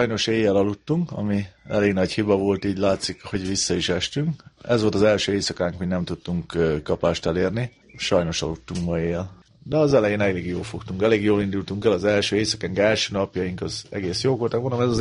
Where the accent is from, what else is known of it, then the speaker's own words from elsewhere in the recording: Keszthely, Zala, Hungary; A Balaton az mindenképpen keszthelyiek vagyunk, meg hévizek, úgyhogy Balatonpartig.